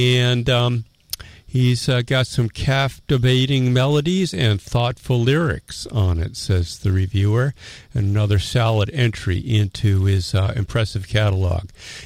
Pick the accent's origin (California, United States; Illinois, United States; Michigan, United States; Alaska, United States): Illinois, United States; Chicago; I believe he, too, is from my hometown of Chicago, Illinois, the old Windy City